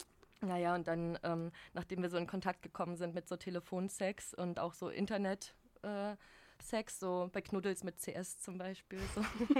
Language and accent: German; Neubrandenburg, Mecklenburg-Vorpommern, Germany; also in der Stadt, wo ich aufgewachsen bin, in Neubrandenburg, NB Represent